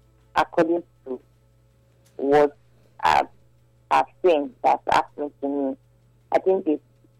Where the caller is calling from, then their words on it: Benin City, Edo, Nigeria; I'm calling from Benin City.